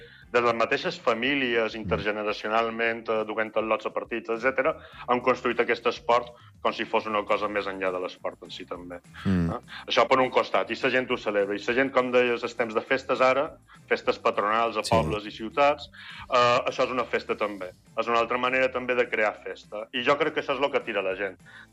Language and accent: Catalan; United Kingdom; per la meva banda estic celebrant, també, perquè som mig britànic i amb aquest Mundial he estat anant amb Anglaterra